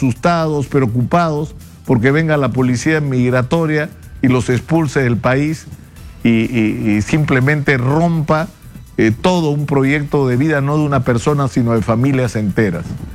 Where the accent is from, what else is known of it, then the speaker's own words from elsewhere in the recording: Peru; Somos un país clave en muchos sentidos